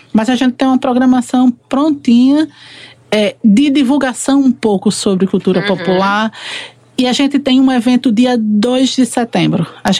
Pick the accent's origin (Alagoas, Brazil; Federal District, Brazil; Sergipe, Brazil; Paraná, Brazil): Sergipe, Brazil; E aí, em algum momento, eu fui pra minha terra, né? A gente sente o nordestino, ele sempre saudade de casa no meio do chão.